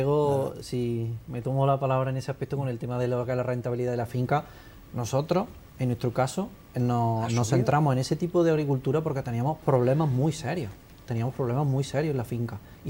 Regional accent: Jaén, Andalusia, Spain; somos de Jaén, estamos acostumbrados al olivar, tenemos mucha familia, muchos amigos

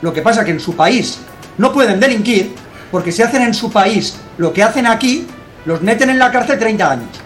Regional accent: Barcelona, Catalonia, Spain; born there; Y he nacido aquí.

